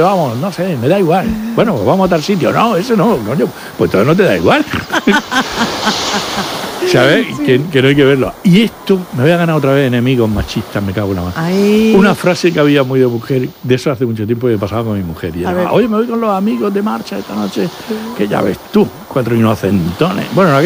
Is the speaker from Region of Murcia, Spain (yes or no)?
yes; Cartagena, Region of Murcia, Spain; De Murcia no, perdona, yo soy de Cartagena. Y entonces nos dan una explicación